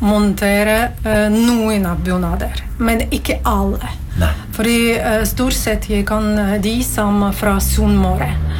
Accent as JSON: {"language": "Swedish", "country": "Latvia", "moved": "yes", "lives_now": "Norway", "said": "Jag kom från Latvia. Och så bor i Norge 14 år."}